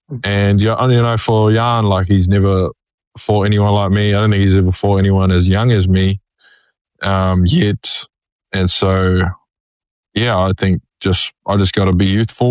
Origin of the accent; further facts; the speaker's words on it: New Zealand; we're from New Zealand, so just used to going all over.